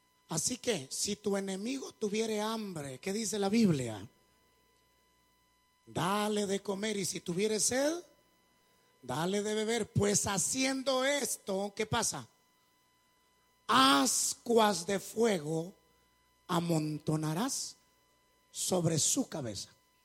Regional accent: Zacapa, Guatemala; yo soy de Zacapa, tierra caliente.

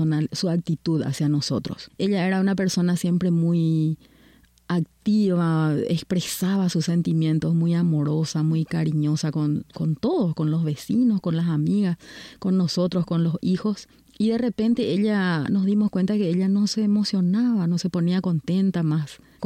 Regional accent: Paraguay; moved away as an adult; now in Canada; vengo de Paraguay y hace 9 años que estoy viviendo en Canadá, en forma intermitente, yendo a Paraguay y volviendo a Canadá durante todo este tiempo

